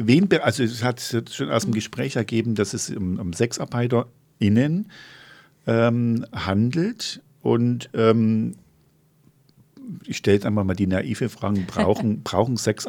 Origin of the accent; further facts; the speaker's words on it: East Germany, Germany; Und ich komme ja aus dem Osten und da gab es das ja früher gar nicht.